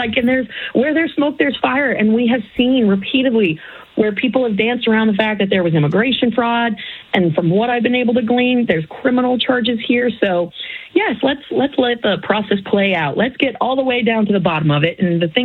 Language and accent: English; Castle Rock, Colorado, United States; So you know that's my home state. I mean, I grew up in Castle Rock, but not too far, about 40 miles north of there.